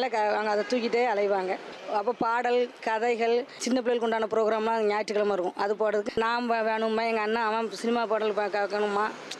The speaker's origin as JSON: {"language": "Tamil", "town": "Kulasekarapattinam", "region": "Tamil Nadu", "country": "India", "tie": "born or raised there", "said": "பழங்குட்டை. எனக்கு என்னுடைய சொந்த ஊர் கொலசேரிப்பட்டினம்."}